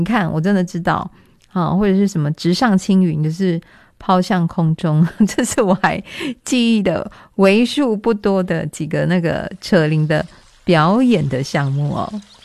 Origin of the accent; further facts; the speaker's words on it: Taiwan; 国际舞台上很多高手其实是我们台湾人诶。